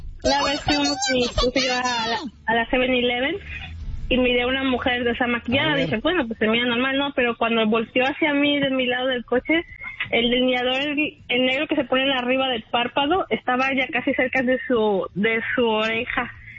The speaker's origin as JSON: {"language": "Spanish", "region": "Mexico City", "country": "Mexico", "tie": "born or raised there"}